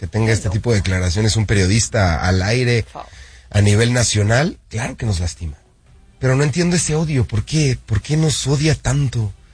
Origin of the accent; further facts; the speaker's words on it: Mexico; Nosotros los mexicanos somos de madera.